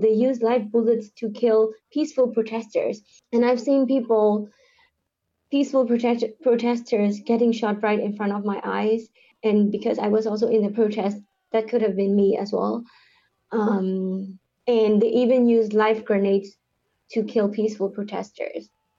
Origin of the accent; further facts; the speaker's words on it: Myanmar; I am from Myanmar.